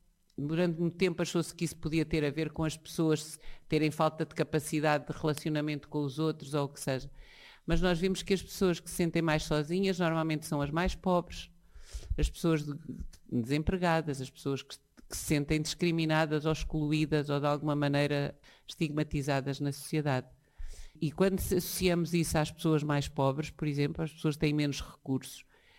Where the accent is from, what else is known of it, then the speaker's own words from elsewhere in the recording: Ovar, Norte, Portugal; Eu sou de Ovar.